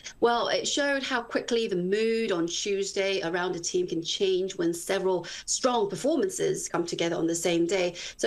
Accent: South Korea; English is a second language; when they hear that I am from Korea and I'm here for covering the Asian Games

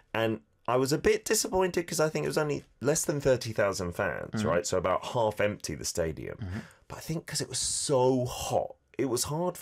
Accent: England, United Kingdom; now in South Korea; As a British fan, English fan

